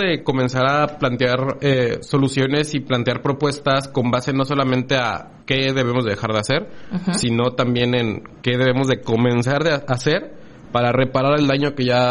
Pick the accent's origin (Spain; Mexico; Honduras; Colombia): Mexico; Campeche; somos de Campeche